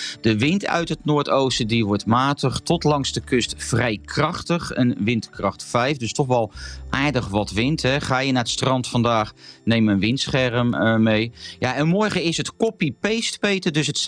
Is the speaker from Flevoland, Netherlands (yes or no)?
no; Rotterdam, South Holland, Netherlands; accent: Rotterdams; ik mag wel mijn Rotterdamse inslag blijven houden.